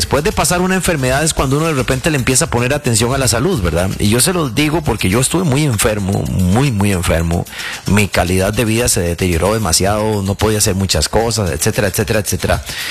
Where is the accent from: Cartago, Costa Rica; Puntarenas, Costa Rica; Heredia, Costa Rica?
Heredia, Costa Rica; San José de la Montaña; born there; vengo allá de San José de la Montaña, en la mañana usted tenía frío